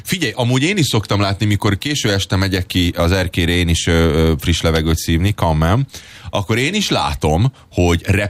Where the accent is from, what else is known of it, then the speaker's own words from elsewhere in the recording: Budapest, Hungary; Hát én egy pesti gyerek vagyok